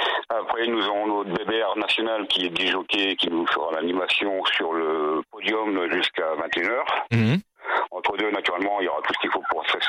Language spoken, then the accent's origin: French; Hauts-de-France, France; parce qu'on est du Nord … parce que on est tous des routiers.